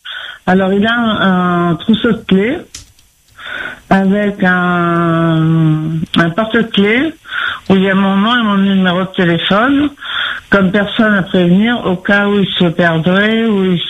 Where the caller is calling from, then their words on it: Saint-Denis, Réunion; J'habite au Butor, hein, Butor-Champfleury.